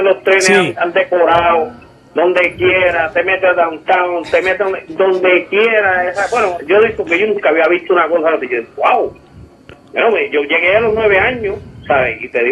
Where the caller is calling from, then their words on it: Dorado, Puerto Rico; aquí en Dorado